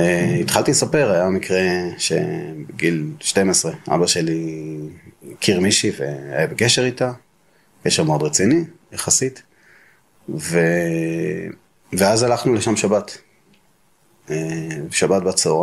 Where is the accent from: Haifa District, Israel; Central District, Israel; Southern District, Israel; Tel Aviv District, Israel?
Central District, Israel; Mazkeret Batya; נולדתי במזכרת בתיה למשפחה ספרדית, ממוצעת, מסורתית.